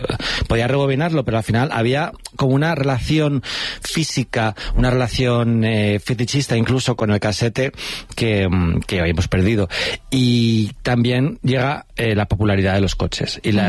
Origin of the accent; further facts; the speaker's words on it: Alcorcón, Community of Madrid, Spain; cuando decían, ¿tú de dónde eres? Yo decía, Alcorcón, la gente era como... ¿Sabes? En plan, como que les parecía gracioso ser de Alcorcón.